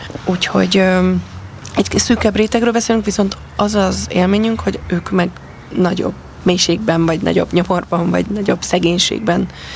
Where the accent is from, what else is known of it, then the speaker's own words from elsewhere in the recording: Budapest, Hungary; moved away as an adult; now in Arló, Hungary; én itt Budapesten nőttem föl, vagy Budán, és hogy egy nagyon más világba keveredtem, amikor most már több mint 10 éve élek Arlóban